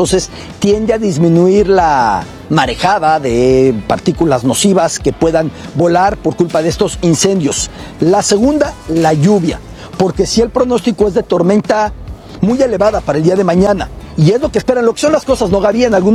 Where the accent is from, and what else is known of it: Mexico